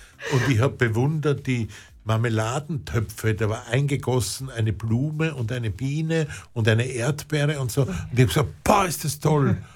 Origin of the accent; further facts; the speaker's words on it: St. Pölten, Lower Austria, Austria; ich bin in St. Pölten, in der Nähe, wo ich aufgewachsen bin